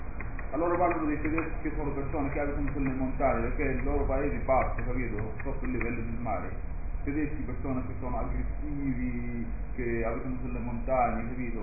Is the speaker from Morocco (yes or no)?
yes; Morocco; Italian is a second language; also born or lived in Netherlands; now in Sicily, Italy; Come marocchini, quindi qua capisco il dialetto siciliano